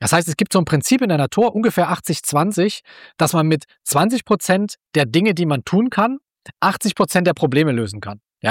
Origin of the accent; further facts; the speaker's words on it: Leipzig, Saxony, Germany; born there; Ich bin ja in der DDR geboren. Ich bin ja 1974 in Leipzig geboren und habe 15 Jahre die DDR noch miterlebt.